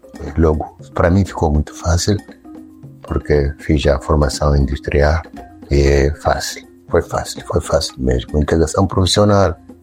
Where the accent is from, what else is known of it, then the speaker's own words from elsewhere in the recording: Pebane, Zambezia, Mozambique; Eu sou de Mugodoma, em Pepar, na província de Zambeze. Vim de uma terra de pescadores, de caçadores, camponeses, gente simples, trabalho duro e de palavra.